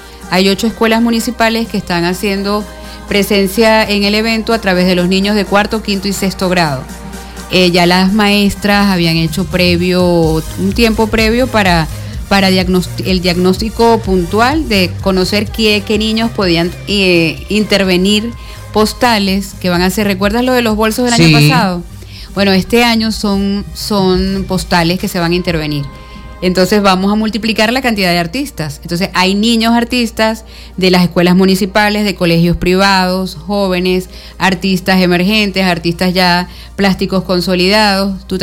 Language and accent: Spanish; Táchira, Venezuela; born there; Por circunstancias nací en Tarija, la única gocha de la familia. Entonces tiene toda una razón. Bueno, mis hijos sí también son de acá. Pero yo, todos mis papás, mis abuelos, mis bisabuelos, todos zulianos.